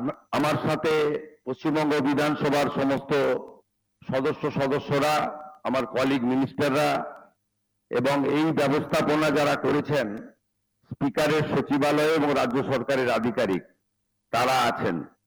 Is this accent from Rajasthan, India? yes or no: no; West Bengal, India; मैं बंगाल से आती हूं, सॉन ऑफ द सॉयल हूं, ये बंगाल भारत में है